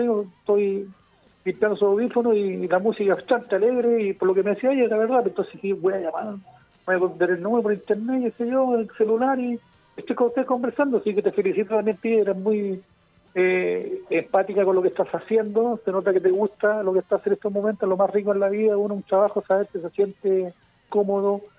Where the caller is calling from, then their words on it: La Florida, Santiago Metropolitan Region, Chile; Yo soy de la Florida, como te comento, y estoy de visita